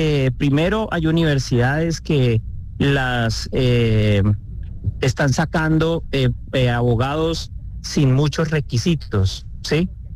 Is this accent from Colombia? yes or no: yes; Santander, Colombia; Yo soy santandereano. Sí … Soy nieto de libanés.